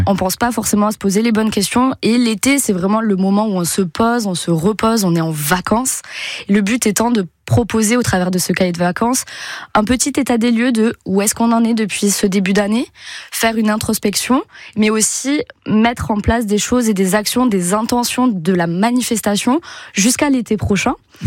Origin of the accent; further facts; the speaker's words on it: Toulouse, Occitanie, France; accent: Toulouse; Ben, je suis toulousaine, je crois que ça s'entend à l'accent ou pas ?